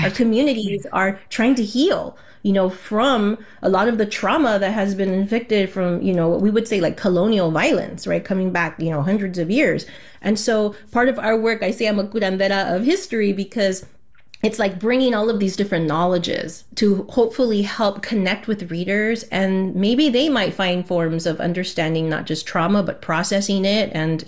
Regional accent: United States; And then Chicana, I was technically, born and raised in the United States. So I have all of these, how do we say, like multicultural identities, right, that are fluid through me.

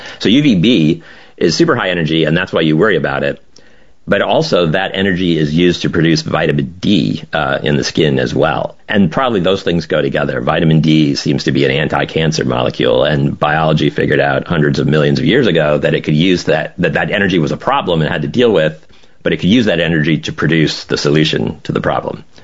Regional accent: Florida, United States; Like, I grew up in Florida in the 80s and 90s.

